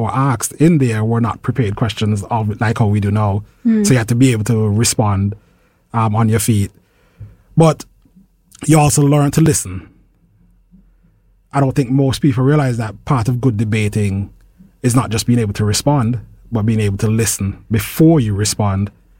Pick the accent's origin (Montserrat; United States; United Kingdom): Montserrat; Growing up in Montserrat